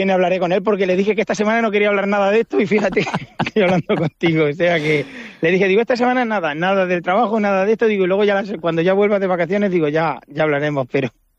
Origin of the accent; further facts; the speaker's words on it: El Puente del Arzobispo, Castilla-La Mancha, Spain; Yo soy nacido y criado en Puente del Arzobispo, no me quería mover de ahí.